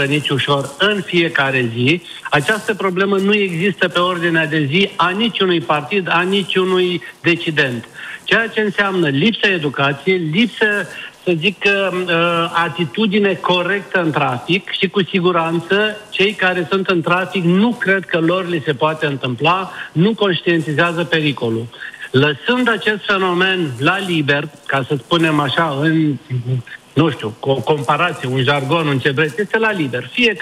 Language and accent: Romanian; Romania